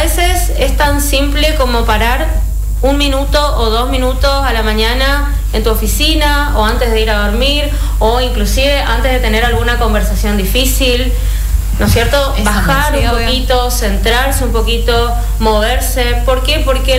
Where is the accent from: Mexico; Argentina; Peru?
Argentina; nacimos y crecimos acá en Argentina, en Occidente